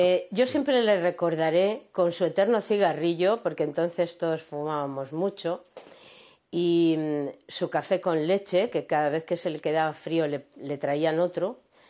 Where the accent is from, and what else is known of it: Spain